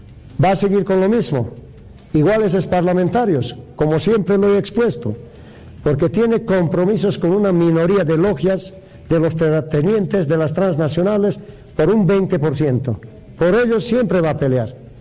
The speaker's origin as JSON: {"language": "Spanish", "region": "La Paz", "country": "Bolivia", "said": "Seremos nacionales, pero somos de La Paz."}